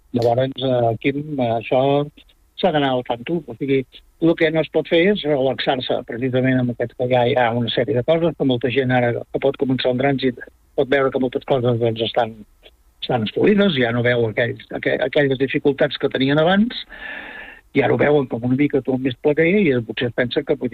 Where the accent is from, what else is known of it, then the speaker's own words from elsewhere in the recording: Vic, Catalonia, Spain; Jo sí, jo sóc de Vic.